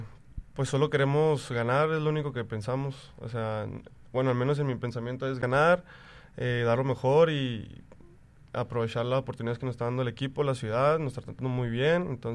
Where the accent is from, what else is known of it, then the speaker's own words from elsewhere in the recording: Ojinaga, Chihuahua, Mexico; soy de Ojinaga, Chihuahua. Tengo 31.